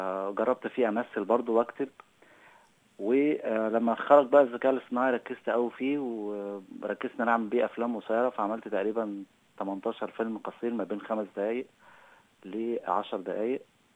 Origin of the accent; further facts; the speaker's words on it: Cairo, Cairo Governorate, Egypt; also born or lived in Russia; انا اتولدت في مصر